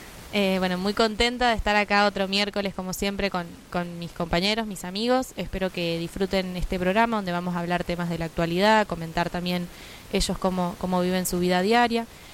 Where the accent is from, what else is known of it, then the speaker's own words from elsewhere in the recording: Argentina; el Congreso son los representantes que nos representan a nosotros como pueblo argentino